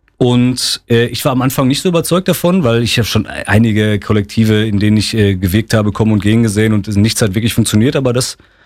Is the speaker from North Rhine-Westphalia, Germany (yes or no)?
yes; Werl, North Rhine-Westphalia, Germany; also born or lived in Unna; Wenn du so willst, komme ich aus Unna, weil ich bin in Unna geboren und meine ersten 5 Lebensjahre habe ich dort verbracht. Danach bin ich aber nach Werl gezogen, habe da meine ganze Jugend verbracht.